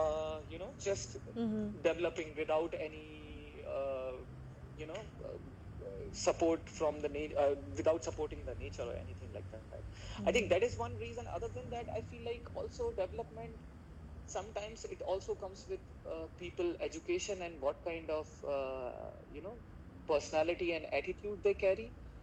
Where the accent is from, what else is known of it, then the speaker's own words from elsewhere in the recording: India; English is a second language; So, well, if I put it like, I mean, I come from India, and India is a tropical country.